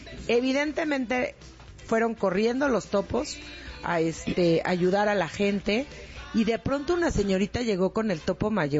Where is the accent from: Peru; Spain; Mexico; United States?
Mexico; Mexico City; Yo crecí en las Lomas de Chapultepec, pero traigo mi barrio escondido.